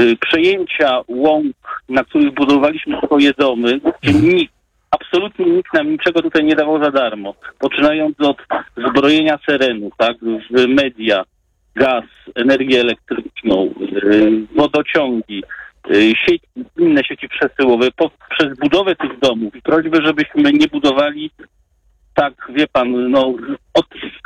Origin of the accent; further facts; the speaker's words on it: Wrocław, Lower Silesian Voivodeship, Poland; born there; Ja przedstawiłem się państwu jako osoba spod Wrocławia, ale jestem z urodzenia wrocławianinem, uciekłem z tej metropolii właśnie do mniejszego, do tak zwanego Warzanka